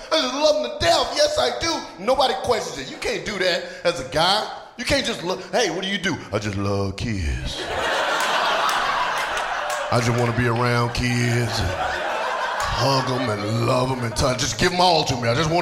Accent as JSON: {"language": "English", "region": "North Carolina", "country": "United States", "said": "I'm from the South, right? I'm from North Carolina, went to school in Atlanta."}